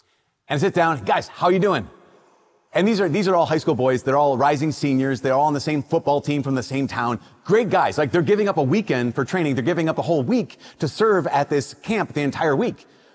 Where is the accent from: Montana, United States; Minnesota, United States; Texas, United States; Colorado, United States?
Minnesota, United States; We're from Minnesota.